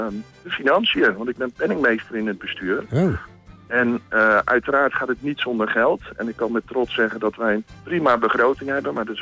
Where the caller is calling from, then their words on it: Voorhout, South Holland, Netherlands; We komen uit Voorhout, de handbalvereniging Voorhout.